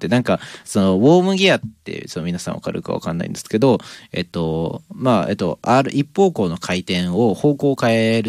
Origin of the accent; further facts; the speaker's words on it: Nagano, Japan; now in Ishikawa, Japan; 僕の地元、僕長野なんですけど